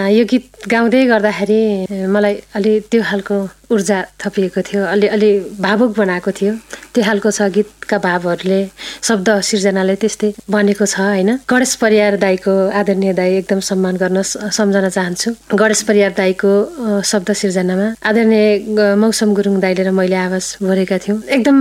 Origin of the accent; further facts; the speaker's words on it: Arghakhanchi, Lumbini Province, Nepal; born there; म चाहिँ अर्घाखाँची मालारानी गाउँपालिका बामरुक वार्ड नम्बर 7 बामरुकमा जन्मेको।